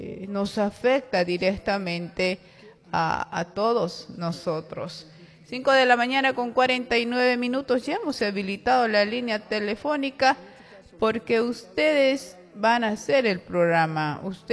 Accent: Bolivia; ¿Cuáles son las próximas acciones que tenemos que tomar como bolivianos y bolivianas, ¿no?

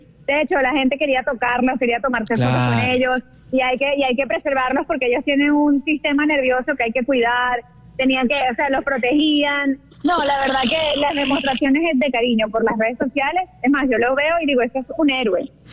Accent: Venezuela; Doy las gracias como venezolana

